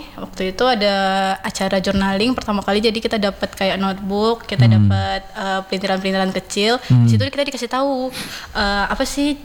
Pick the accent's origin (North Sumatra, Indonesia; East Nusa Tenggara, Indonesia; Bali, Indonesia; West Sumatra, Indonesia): North Sumatra, Indonesia; Medan; Aku asli Medan Sumatera Utara.